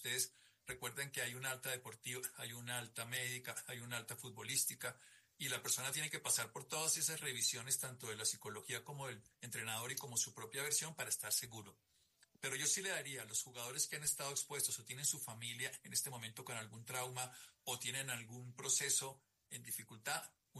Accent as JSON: {"language": "Spanish", "country": "Colombia", "said": "Pero como colombianos, dejemos las divisiones, dejemos todas las hipótesis que nos separan y juntémonos porque nos tiene que doler a todos."}